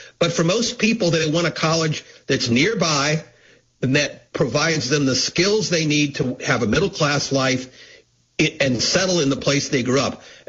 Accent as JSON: {"language": "English", "region": "Missouri", "country": "United States", "tie": "born or raised there", "said": "in my home state of Missouri."}